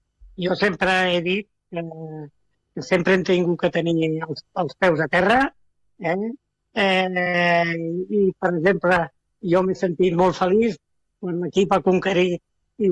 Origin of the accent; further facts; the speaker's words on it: Santa Coloma de Gramenet, Catalonia, Spain; Jo no sóc nascut a Santa Coloma, però sí que des dels 5 anys que visc allà a Santa Coloma.